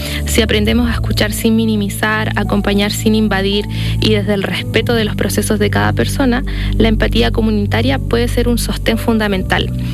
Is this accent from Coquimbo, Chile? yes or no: yes; El Guacho, Coquimbo, Chile; born or raised there; moved away as an adult